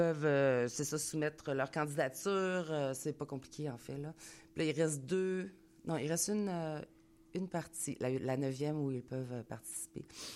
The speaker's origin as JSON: {"language": "French", "town": "Quebec City", "region": "Quebec", "country": "Canada", "moved": "yes", "lives_now": "Montreal, Canada", "said": "Je viens de Québec. Moi, ça fait 25 ans que je suis à Montréal."}